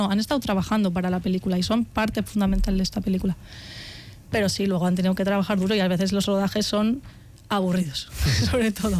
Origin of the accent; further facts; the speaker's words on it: Carrión, Spain; que yo soy de Carrión también